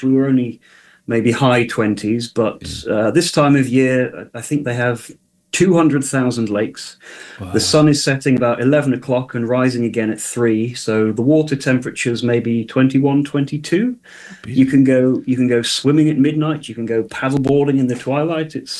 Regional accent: Derby, East Midlands, United Kingdom; moved away as an adult; now in Finland; I'm from, well, we call it Darbados. You will know it as the fair city of Derby. Born and bred there for 28 years, but my heart would lie in East Devon.

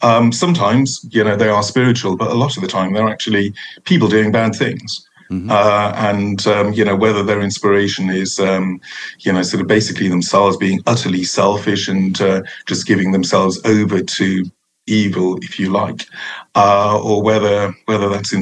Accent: Merthyr Tydfil, Wales, United Kingdom; moved away as an adult; now in Cardiff, United Kingdom; I'm from Merthyr, as you can tell from the accent. So Merthyr Tydfil, a large town in the South Wales Valleys, about 25 miles north of Cardiff. I grew up there, went to school there

